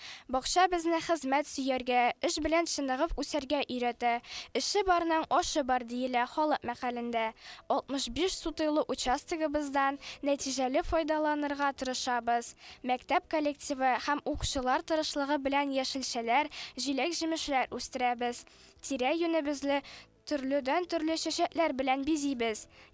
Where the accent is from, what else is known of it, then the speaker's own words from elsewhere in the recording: Saby district, Tatarstan, Russia; born there; Без Татарстан Республикасының иң бай дәрәҗәле районнарыннан булган Сабат төбәгендә яшәүебез, татар милләтеннән булуыбыз белән горурланып яшибез.